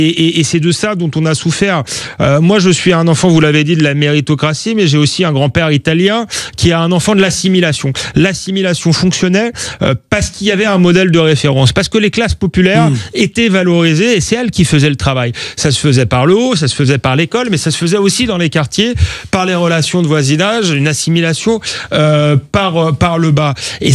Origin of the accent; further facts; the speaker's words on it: Épinay-sur-Seine, Île-de-France, France; J'ai grandi en banlieue, à Épinay-sur-Seine, mes parents étaient petits commerçants.